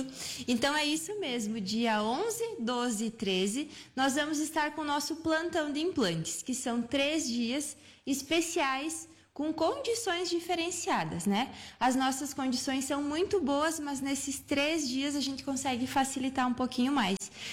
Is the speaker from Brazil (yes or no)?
yes; Soledade, Brazil; Então, eu sou aqui de Soledade, né? Para quem não me conhece, sou do interior, eu sou da comunidade do Pinhal. Moro aqui na cidade agora